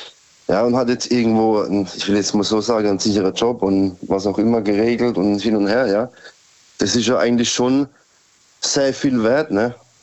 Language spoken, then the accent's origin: German; Karlsruhe, Baden-Württemberg, Germany; Ich komme aus Karlsruhe.